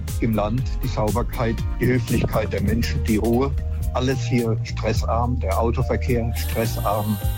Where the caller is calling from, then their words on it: Mannheim, Baden-Württemberg, Germany; Wir kommen aus Mannheim